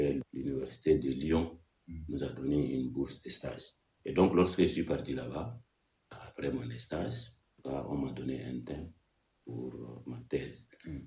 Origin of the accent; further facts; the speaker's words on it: Abéché, Ouaddaï, Chad; Oui, c'est à Béchi que j'ai commencé mes premiers pas. J'ai fait l'école de la 6e jusqu'en terminale à Béchi.